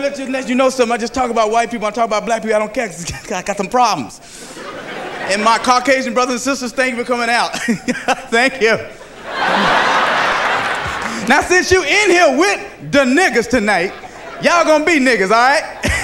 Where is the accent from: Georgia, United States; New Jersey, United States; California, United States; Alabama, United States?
Georgia, United States; Atlanta; I'm from Atlanta, Georgia